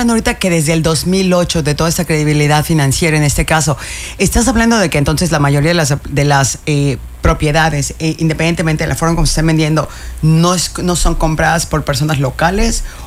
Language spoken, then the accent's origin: Spanish; Mexico